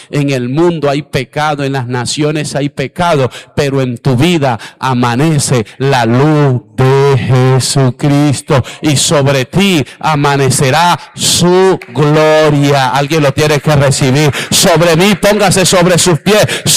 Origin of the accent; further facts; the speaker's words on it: La Guajira, Colombia; Soy de La Guajira